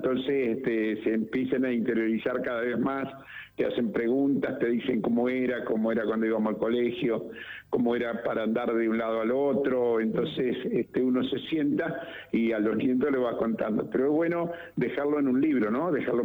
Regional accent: Lucas González, Entre Ríos, Argentina; born there; desde que yo nací en Entre Ríos, en Luca González, porque el circo de mis padres pasaban por ahí.

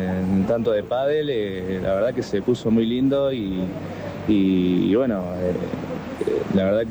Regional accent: Tandil, Buenos Aires Province, Argentina; yo soy de Tandil

